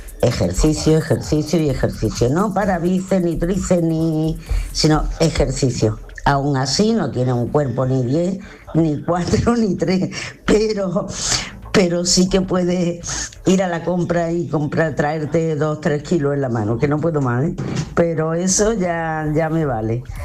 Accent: Torremolinos, Andalusia, Spain; Buenos días, equipo. … de Torremolinos.

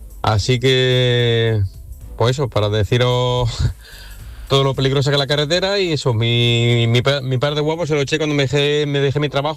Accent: San Luis de Sabinillas, Andalusia, Spain; de San Luis de Sabinillas.

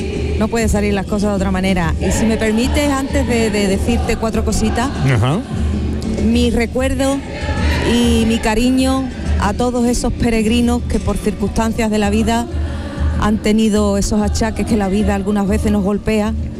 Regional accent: Rociana del Condado, Andalusia, Spain; la gente de la hermandad de mi pueblo, de Rociana del Condado

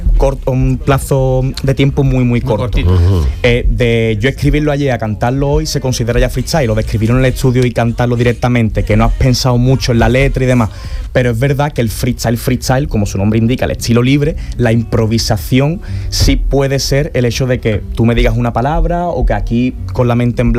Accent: Spain; que somos los primeros españoles, por lo menos que he visto yo, en hacer esa temática de vídeo

